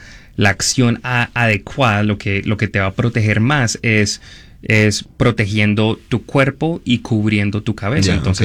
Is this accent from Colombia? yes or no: yes; Bucaramanga, Santander, Colombia; mi mamá, ella creciendo en Colombia, crecimos en Bucaramanga, el departamento de Santander en Colombia, en el cual tenemos actividad sísmica frecuentemente.